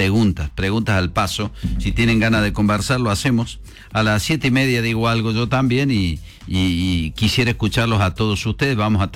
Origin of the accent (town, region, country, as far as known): Argentina